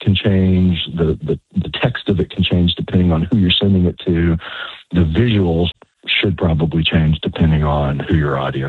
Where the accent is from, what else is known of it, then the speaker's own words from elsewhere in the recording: Texas, United States; I'm from Texas. And I feel like our people are kind of similar, pretty friendly.